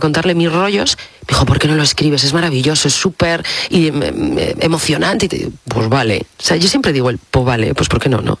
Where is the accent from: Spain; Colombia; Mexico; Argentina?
Spain; Salas, Asturias; Mi pueblo mola un montón, pero hace 40 años era una cosa, a ver, muy chiquitilla. O sea, yo a los chavales se lo cuento, o en las entrevistas lo hablo, Asturias, hace 40 años